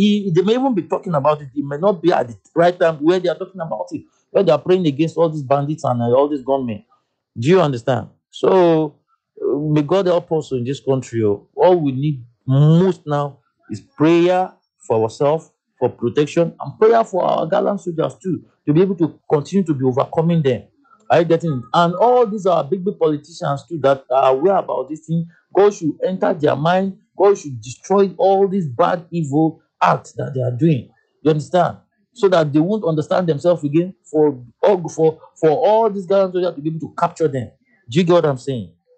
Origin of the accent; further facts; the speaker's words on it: Lagos Island, Lagos, Nigeria; from Lagos Island.